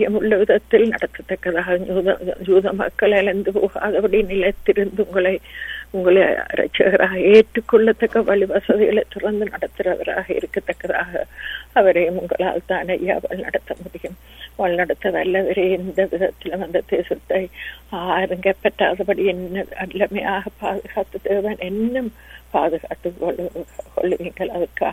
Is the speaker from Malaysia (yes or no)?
no; Sri Lanka; moved away; நாங்கள் பிறந்து வளர்ந்த சிறிய தீவாகிய அந்த இலங்கை தீவுக்காக